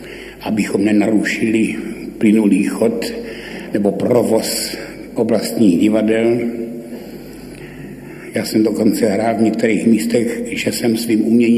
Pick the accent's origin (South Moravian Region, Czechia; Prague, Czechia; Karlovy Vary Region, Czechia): South Moravian Region, Czechia; Ivančice; Měl kliku, že já jsem nevěděl, co to je. U nás v Ivančicích se nic takového nevyskytovalo.